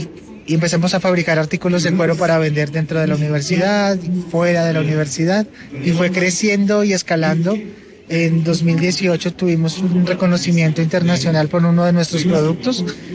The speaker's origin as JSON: {"language": "Spanish", "region": "Arauca", "country": "Colombia", "tie": "born or raised there", "moved": "as an adult", "lives_now": "Bogotá, Colombia", "said": "yo soy de Arauca, yo nací y crecí en Arauca, allá empecé a trabajar el cuero. Y pues tuve que salir debido a situaciones de conflicto. Yo llegué aquí a Bogotá"}